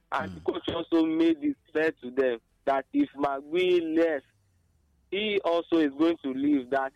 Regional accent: Benue, Nigeria; from Benue State.

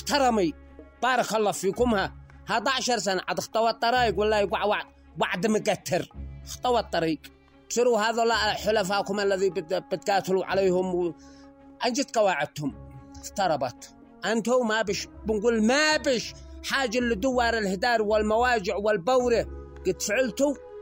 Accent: Yemen; والقيادة هم اخبار بالنسبة لنا احنا كشعب يمني حاضرين جاهزين مستعدين

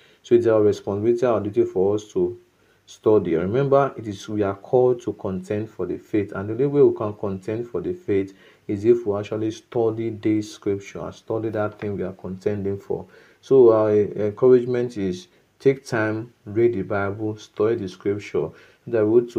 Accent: Okada, Edo, Nigeria; from Okada Town, Edo State, and it's a pleasure having this discussio

